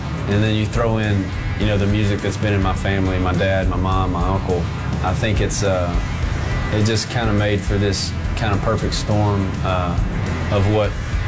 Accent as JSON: {"language": "English", "town": "Shreveport", "region": "Louisiana", "country": "United States", "said": "I'm from Shreveport, Louisiana, and I think that it's influenced my music, basically because it's just kind of been a melting pot."}